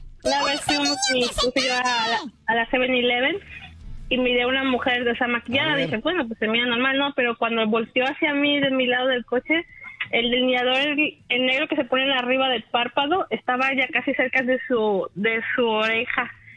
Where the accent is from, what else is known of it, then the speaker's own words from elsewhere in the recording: Mexico City, Mexico; Soy de la Ciudad de México. Nací exactamente en Tepito.